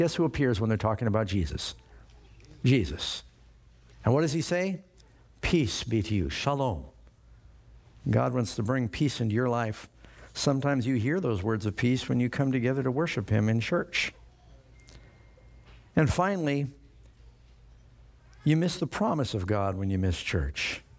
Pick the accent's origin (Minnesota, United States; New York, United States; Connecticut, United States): New York, United States; New York City; born or raised there